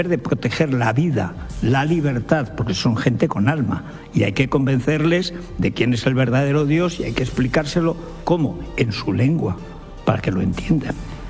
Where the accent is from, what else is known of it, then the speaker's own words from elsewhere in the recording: Albarracín, Aragon, Spain; el fuero de mi pueblo, el fuero de Albarracín